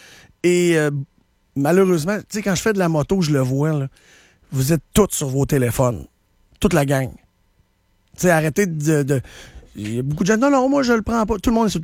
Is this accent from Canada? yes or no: yes; Canada; Ben, on remarque que je suis Canadien.